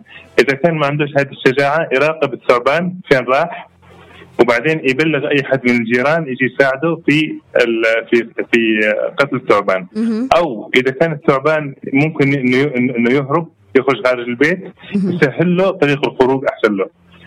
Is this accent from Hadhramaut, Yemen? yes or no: no; Aden, Yemen; اللي عندنا في عدن دائما تكون لونها رمادي أو رمادي داكن شوية أو رمادي بني.